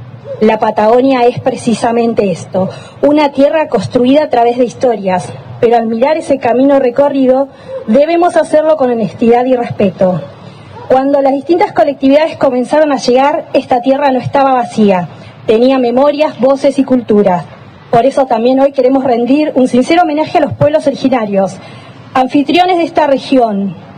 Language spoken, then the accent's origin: Spanish; Paraguay; now in Argentina; Como colectividad paraguaya, reafirmamos nuestro compromiso de seguir unidos, de preservar nuestras raíces, de divulgar la riqueza de la cultura guaraní y de continuar construyendo una convivencia fraterna con toda la comunidad. Nuestras raíces nacieron en Paraguay